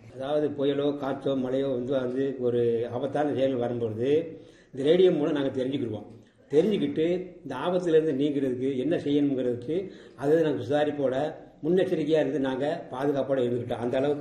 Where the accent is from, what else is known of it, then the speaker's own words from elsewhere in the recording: Jogilpatti, Tamil Nadu, India; born there; நான் ஜோகில்பட்டி என்ற கிராமத்தில் 1950 பிறந்தேன்.